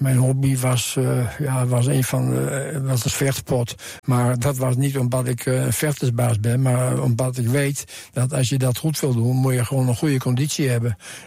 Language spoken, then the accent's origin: Dutch; Friesland, Netherlands; we zitten in Friesland en ze zeggen ook wel bij ons in Friesland, de tijd houdt geen schoft.